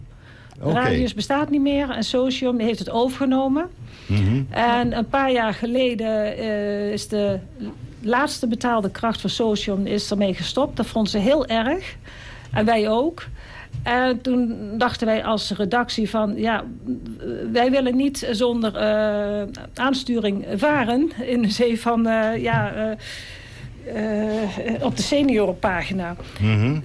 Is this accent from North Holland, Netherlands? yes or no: no; Cuijk, North Brabant, Netherlands; Ik kom uit Kuik.